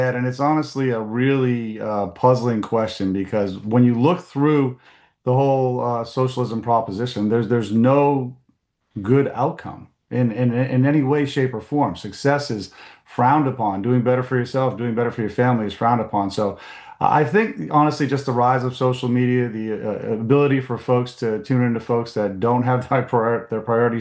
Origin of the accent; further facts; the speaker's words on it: Maine, United States; I'm from District 1. My wife and my family grew up here.